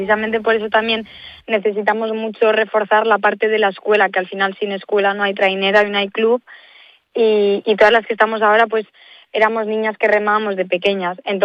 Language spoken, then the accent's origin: Spanish; El Astillero, Cantabria, Spain; Pues nada, yo te puedo decir que yo soy de Astillero, yo empecé con 9 años remando en Astillero.